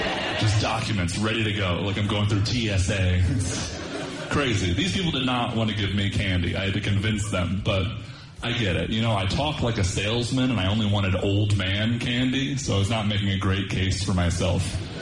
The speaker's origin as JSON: {"language": "English", "town": "Atlanta", "region": "Georgia", "country": "United States", "said": "I'm from Atlanta, Georgia."}